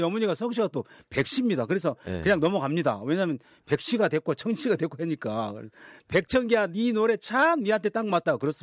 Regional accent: Yeosu, South Jeolla, South Korea; 저는 여수 사람인데

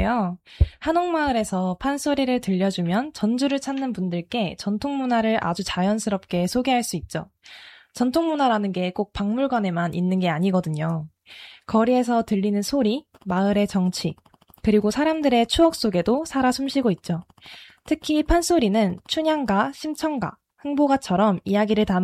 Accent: South Korea; Chinese is a second language; 当然，因为我是韩国人呀。

